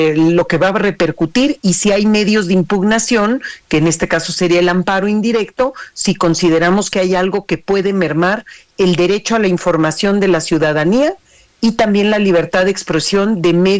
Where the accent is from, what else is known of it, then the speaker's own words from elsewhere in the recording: Mexico; Yo como ciudadana, como mexicana, quiero enterarme cuando hay algo de interés público